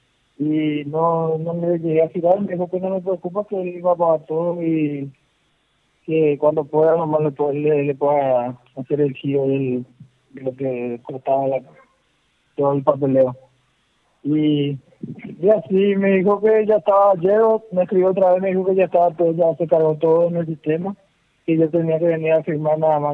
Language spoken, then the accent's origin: Spanish; Cordillera, Paraguay; now in Pedro Juan Caballero, Paraguay; No sé, soy de Cordillera, pero estoy viviendo acá hace 3 años.